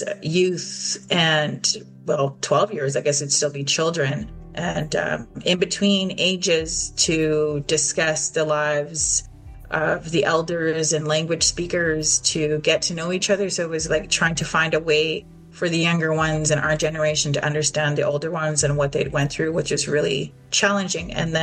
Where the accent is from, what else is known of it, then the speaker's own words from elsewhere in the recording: Spences Bridge, British Columbia, Canada; moved away as an adult; now in Vancouver, Canada; I'm Intlkatan from Spence's Bridge, and I'm also Shuswap, my mother's side. I was raised in Spence's Bridge. I've been living in Vancouver since 2021, since the fires and the floods, and I'm hoping to go home soon.